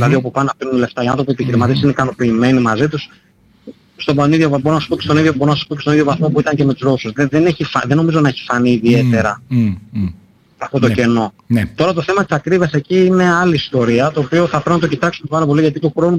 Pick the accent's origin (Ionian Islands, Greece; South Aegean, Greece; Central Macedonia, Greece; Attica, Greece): Attica, Greece; Athens; now in Chalkidiki, Greece; επειδή έμεινα και στην Αθήνα, όταν μεγάλωσα στην Αθήνα